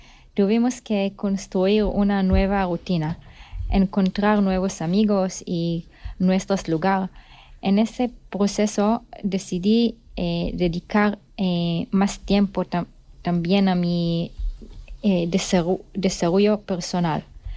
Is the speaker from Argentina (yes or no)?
no; Israel; Spanish is a second language; moved away as an adult; soy de Israel.